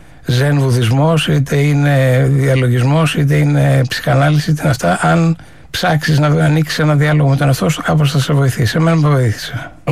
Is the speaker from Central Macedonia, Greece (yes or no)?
yes; Thessaloniki, Central Macedonia, Greece; Θυμάμαι πάρα πολύ έντονα στην Θεσσαλονίκη, εκεί που μεγάλωσα, Αριστοτέλους και Τσιμισκή, ένα περίπτερο